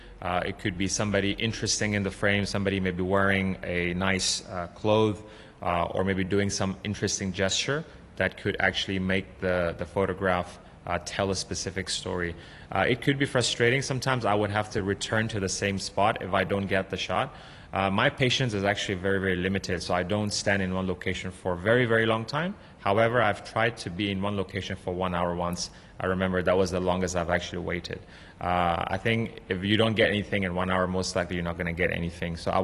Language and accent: English; Hong Kong; I was born and bred here. I've seen Hong Kong transform from the 80s until now.